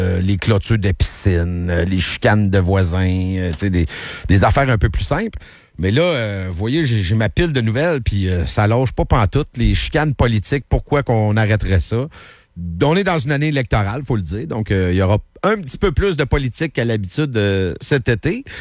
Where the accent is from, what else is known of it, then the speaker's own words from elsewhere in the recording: Canada; born there; Moi, je suis Canadien, là, je peux pas être autre chose. Je suis né ici, puis j'ai pas d'autres passeports.